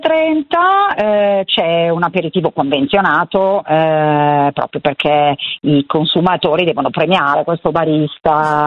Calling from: Milan, Lombardy, Italy; io mi trovo a Milano, chiamo da Milano

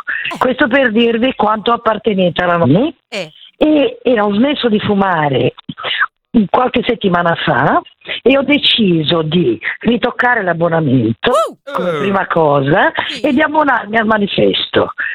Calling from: Brescia, Lombardy, Italy; chiamo da Brescia.

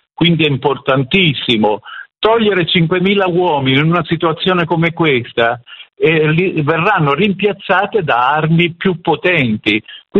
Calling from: Tuscany, Italy; Siamo dalla Lunigiana, a poche decine di chilometri dal campo d'Arby, vicino Livorno.

